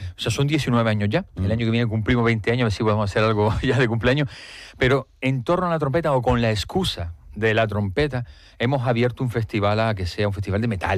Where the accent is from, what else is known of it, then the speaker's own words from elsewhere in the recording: Bañadero, Canary Islands, Spain; Firca, yo soy de Aruca, no, de Bañadero.